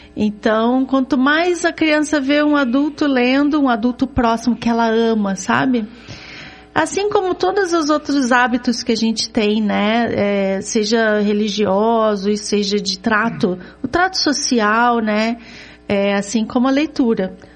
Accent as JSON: {"language": "Portuguese", "region": "Rio de Janeiro", "country": "Brazil", "also_born_or_lived": "Florianópolis", "moved": "as an adult", "lives_now": "Curitiba, Brazil", "said": "Eu sou do Rio de Janeiro, mas eu saí do Rio com 26 anos, morei 9 anos em Florianópolis, estou em Curitiba faz 17 anos agora."}